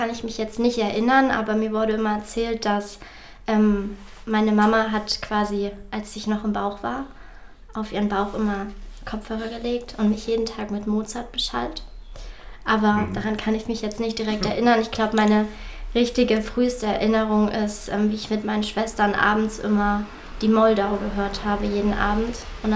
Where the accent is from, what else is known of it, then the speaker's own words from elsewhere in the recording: Jena, Thuringia, Germany; moved away as an adult; now in Leipzig, Germany; ich komme aus Jena und bin jetzt 20 Jahre alt. Ich habe in Jena mein Abitur gemacht, 2021, am christlichen Gymnasium. Und jetzt habe ich dieses Jahr in Leipzig angefangen zu studieren.